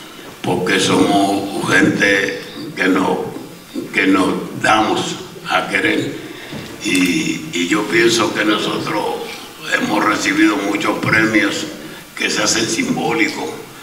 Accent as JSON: {"language": "Spanish", "country": "Puerto Rico", "said": "Somos la bandera de Puerto Rico"}